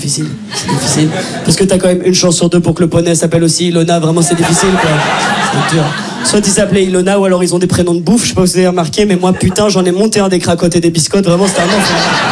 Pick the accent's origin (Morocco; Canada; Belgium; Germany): Belgium; Brussels; accent: Brussels